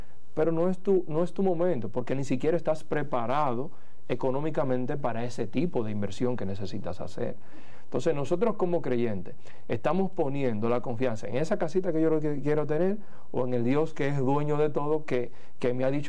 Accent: Dominican Republic; accent: Dominican; digámoslo en dominicano

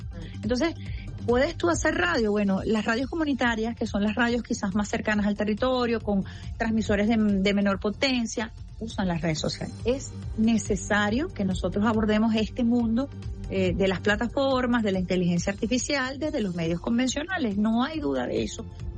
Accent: Venezuela; nosotros tenemos que plantearnos como venezolanos y venezolanas

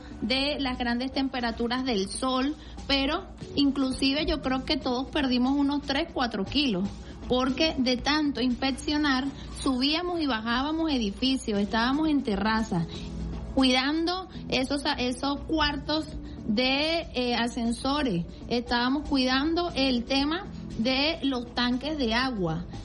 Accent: Venezuela; now in Caracas, Venezuela

